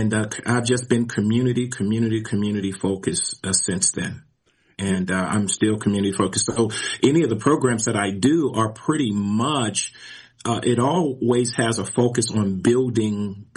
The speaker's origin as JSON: {"language": "English", "town": "Forestville", "region": "Maryland", "country": "United States", "tie": "born or raised there", "also_born_or_lived": "Illinois", "accent": "Maryland", "said": "Yeah, I grew up in Maryland, so you may hear a little bit of a Maryland kind of accent. Washington, D.C. area is where I grew up. I was born in Illinois"}